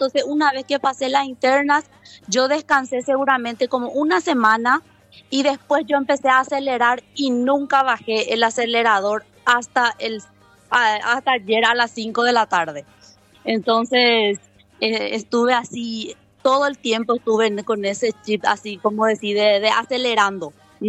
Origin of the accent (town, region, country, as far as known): Paraguay